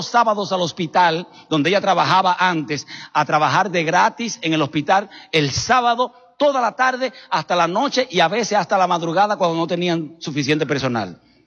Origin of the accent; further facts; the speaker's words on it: Dominican Republic; Esa es la generación de donde yo vengo. Mi papá y mi mamá son fundadores de iglesia en el país, en República Dominicana.